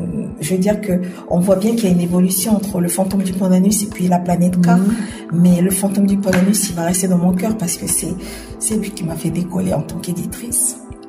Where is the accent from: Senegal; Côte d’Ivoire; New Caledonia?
New Caledonia; Lifou, Loyalty Islands Province; moved away; also born or lived in New Zealand / Nouméa; on rentre au pays. Et donc avec les enfants, on rentre à Lifou.